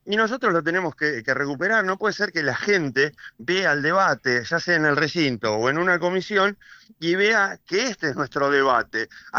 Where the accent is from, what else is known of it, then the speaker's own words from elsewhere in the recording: Río Negro, Argentina; Pero también yo soy de Río Negro, intervino en violación de domicilio en campos rionegrinos